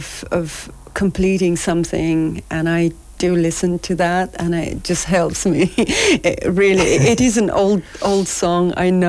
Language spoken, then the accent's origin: English; Uzbekistan; In Uzbekistan.